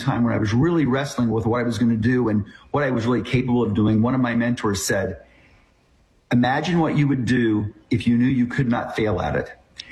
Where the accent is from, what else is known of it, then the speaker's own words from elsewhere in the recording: Indiana, United States; I grew up in southern Indiana in a very rural town, 100 people.